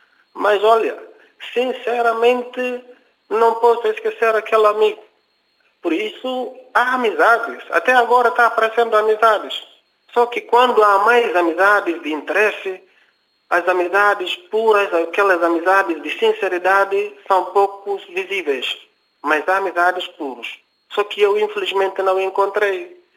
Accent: Guinea-Bissau; Quando da nossa infância na Guiné, eu com ele, era um amigo, era um colega, mas também era um amigo que me apreciava muito.

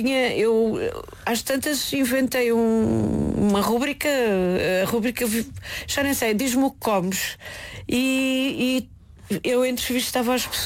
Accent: Caldas da Rainha, Leiria, Portugal; Cresci nas Caldas da Rainha, no Museu José Malhor.

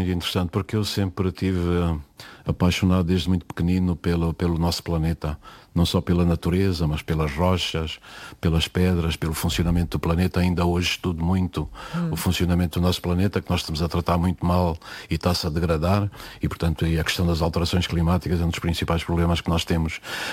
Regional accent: Central Plateau, Angola; moved away; fui visitar, inclusive, a vila onde nasci

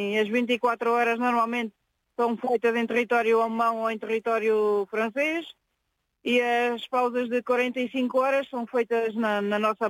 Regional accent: Lisbon, Portugal; E eu sou de Lisboa, da parte da minha mãe, e sou espanhola da parte do meu pai.

